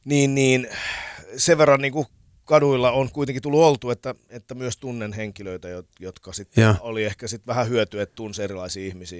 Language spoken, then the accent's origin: Finnish; Hamina, Kymenlaakso, Finland; born there; Joo, mun mutsi ja faija oli siellä duunissa